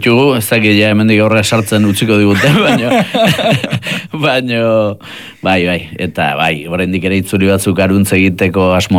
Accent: Errenteria, Basque Country, Spain; born there; ni Santa Clara kalean sortu nintzen Errenterian, horretan, eta Arkaitz Goiko kalean.

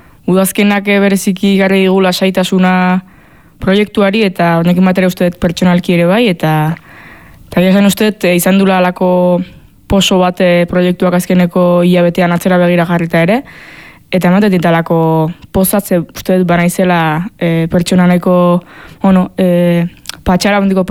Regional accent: Basque Country, Spain; nire jaioterriak aso oso txiki bat alako ere Gipuzkoa barnealdean, beti nik egunerokoan euskera egin ezen detelako nire familiarekin momentu guztietan, nire ingurua beti oso euskalduna izan dalako

